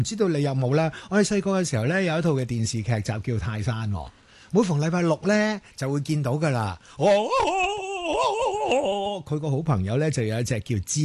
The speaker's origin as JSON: {"language": "Cantonese", "country": "Hong Kong", "said": "但好像跟我们香港人好像距离很远。"}